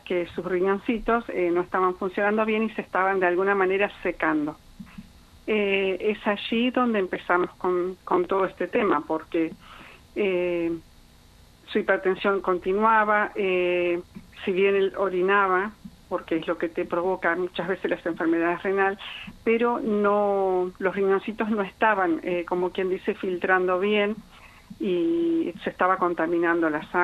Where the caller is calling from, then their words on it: Gaiman, Chubut, Argentina; soy de Gaima.